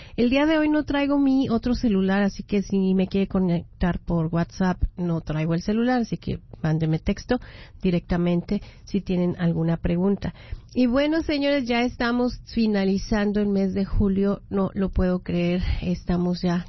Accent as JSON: {"language": "Spanish", "region": "Mexico City", "country": "Mexico", "moved": "yes", "lives_now": "Las Vegas, United States"}